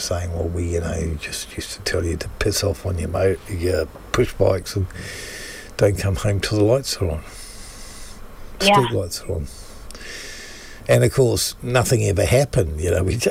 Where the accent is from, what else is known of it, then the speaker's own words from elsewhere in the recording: New Zealand; also born or lived in Takapuna; growing up in New Zealand when I grew up